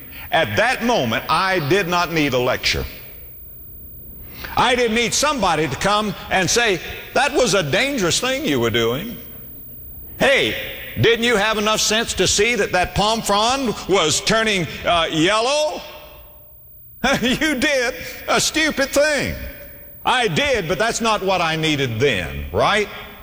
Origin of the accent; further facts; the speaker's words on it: Florida, United States; I was raised in Florida. And down where I was raised, coconuts grow.